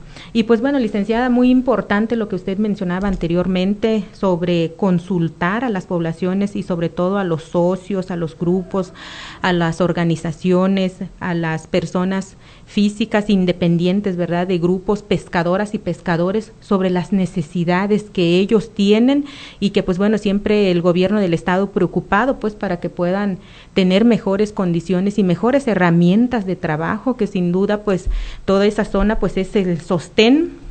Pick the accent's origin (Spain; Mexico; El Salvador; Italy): Mexico; Nayarit; Cuando vamos fuera de aquí del estado, siempre nos preguntan, ¿de dónde eres? No, pues de Nayarit, los mejores camarones, los mejores pescados.